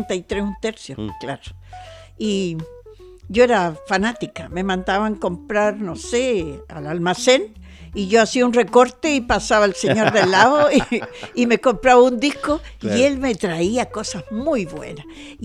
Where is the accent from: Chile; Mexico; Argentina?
Chile; San Bernardo, Santiago Metropolitan Region; Mira, nací en San Bernardo, en la población Balmaceda.